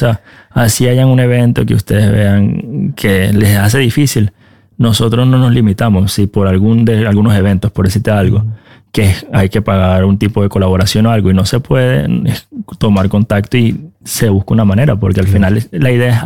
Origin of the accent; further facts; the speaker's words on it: Venezuela; now in Oslo, Norway; Llegamos aquí a Oslo. No es que yo soy venezolano